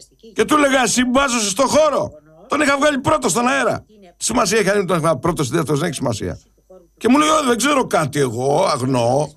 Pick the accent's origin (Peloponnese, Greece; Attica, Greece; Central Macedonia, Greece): Peloponnese, Greece; λόθια που λέγαμε και στο χωριό μου, λόθια, λόθια. Εγώ είμαι αιμοραΐτης.